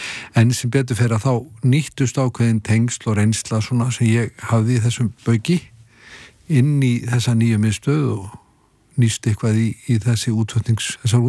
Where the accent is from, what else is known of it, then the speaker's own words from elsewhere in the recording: Kópavogur, Capital Region, Iceland; also born or lived in New York; Já, já, ég elst upp í Kópavogur.